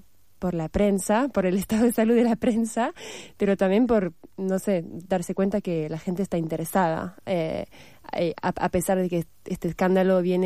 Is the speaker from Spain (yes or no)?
no; Paris, Île-de-France, France; born there; Spanish is a second language; tu ciudad donde naciste, que es esa ciudad de la moda, del brillo, de la fashion